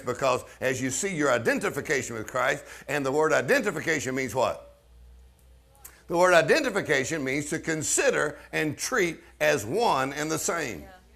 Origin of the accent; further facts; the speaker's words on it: Texas, United States; I'm from Texas.